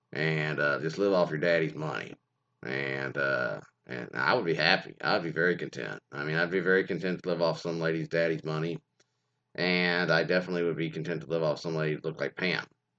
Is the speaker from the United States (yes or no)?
yes; Texas, United States